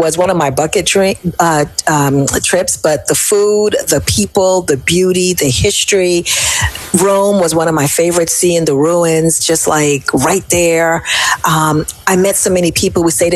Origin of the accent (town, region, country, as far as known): Jamaica; now in United States